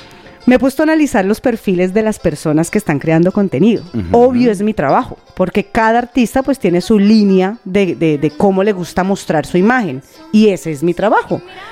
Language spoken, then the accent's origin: Spanish; Colombia; moved away as an adult; now in Spain; acá como periodista colombiana latinoamericana en España, llevo casi 16 años